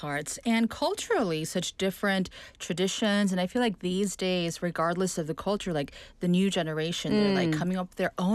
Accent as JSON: {"language": "English", "country": "South Korea", "tie": "born or raised there", "said": "I was raised in Korea"}